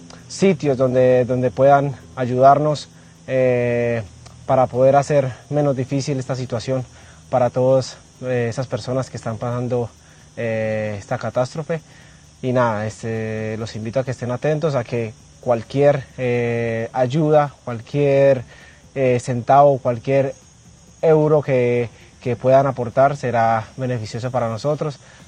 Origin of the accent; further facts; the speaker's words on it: Colombia; now in Seville, Spain; queremos invitarlos a que nos ayuden en estos momentos tan difíciles para nuestro pueblo colombiano.